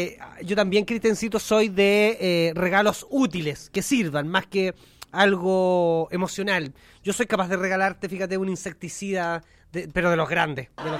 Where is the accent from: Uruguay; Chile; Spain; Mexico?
Chile; Santiago, Santiago Metropolitan Region; Hola, yo soy de Santiago.